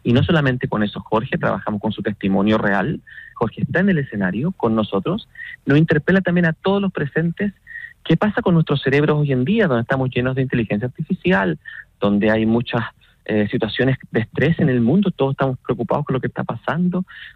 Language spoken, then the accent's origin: Spanish; Chile; moved away; Yo nací en dictadura militar.